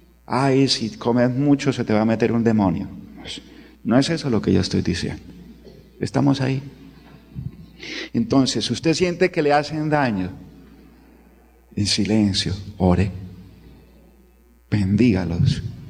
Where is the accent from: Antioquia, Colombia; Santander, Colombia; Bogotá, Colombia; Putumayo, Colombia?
Santander, Colombia; Yo soy un poco peleón, soy santandereano.